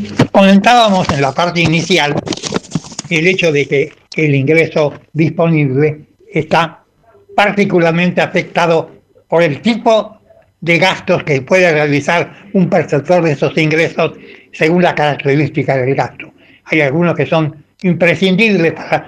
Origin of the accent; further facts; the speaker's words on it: Santa Fe, Argentina; mi provincia natal, Santa Fe